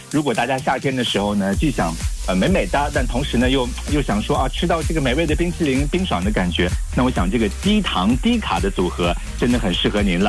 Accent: Shandong, China; 咱山东有的地方叫糊涂

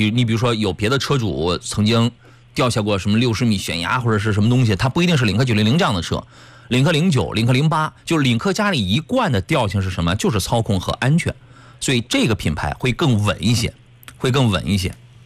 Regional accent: Qingdao, Shandong, China; moved away; 我开车回青岛，我回我老家，

